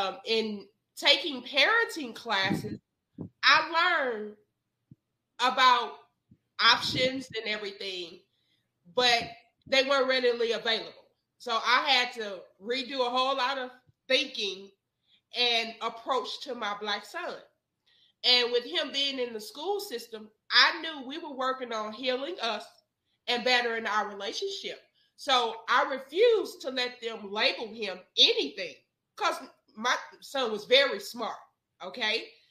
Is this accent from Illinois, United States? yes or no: yes; East St. Louis, Illinois, United States; Growing up, I'm from East St. Louis, Illinois. Not Missouri.